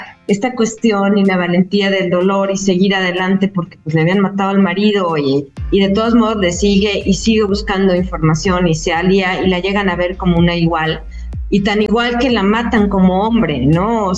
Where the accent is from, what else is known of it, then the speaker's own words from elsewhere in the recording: Mexico; Porque soy mexicano.